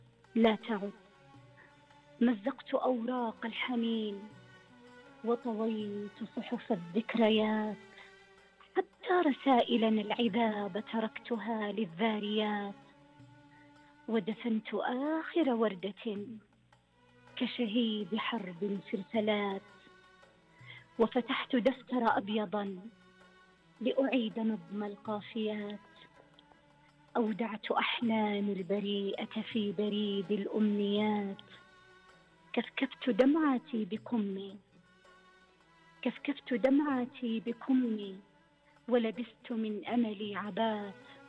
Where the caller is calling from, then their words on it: Taif, Makkah Province, Saudi Arabia; أكلمك من محافظة الطائف